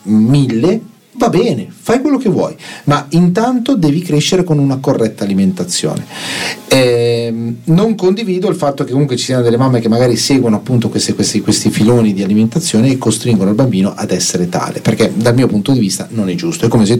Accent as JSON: {"language": "Italian", "region": "Apulia", "country": "Italy", "said": "io solo vengo dalla Puglia"}